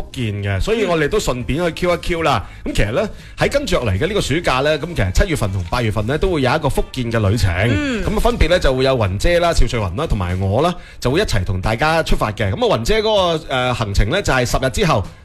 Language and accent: Cantonese; Guangdong, China; 所以作为广东人